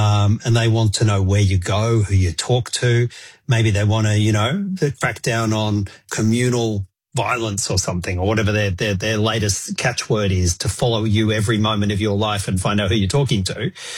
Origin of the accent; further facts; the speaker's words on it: New South Wales, Australia; my home state of New South Wales in Sydney